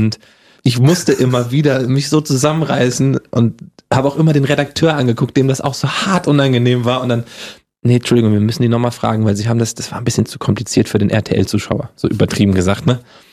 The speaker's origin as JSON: {"language": "German", "region": "Hesse", "country": "Germany", "accent": "Hessian", "said": "Das Hessisch abtrainieren, komme ich aus Hessen, da hatte ich so diesen Dialekt gleich drauf, der wurde mir abtrainiert. War auch gut so, aber ohne, dass ich jetzt meine hessischen Wurzel verliere."}